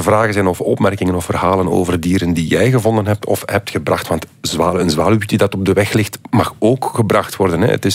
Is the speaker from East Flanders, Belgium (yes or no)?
no; Zwijndrecht, Antwerp, Belgium; Ik ben van Zwijndrecht, we zijn nog altijd aan het zoeken naar de naam. Beveren, Kruibeken, Zwijndrecht.